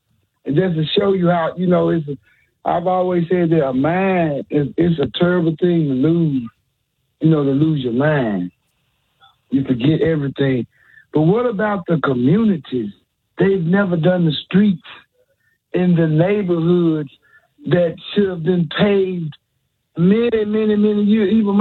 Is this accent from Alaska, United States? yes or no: no; Memphis, Tennessee, United States; I grew up in the White Haven area and the South Memphis area.